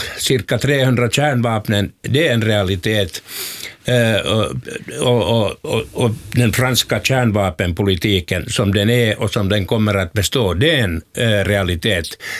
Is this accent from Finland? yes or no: yes; Finland; nu står vi ju inför fullbordat faktum också här som finländare.